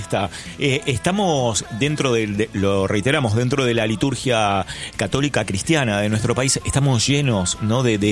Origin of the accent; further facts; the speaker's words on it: San Miguel, Buenos Aires Province, Argentina; Yo soy de San Miguel.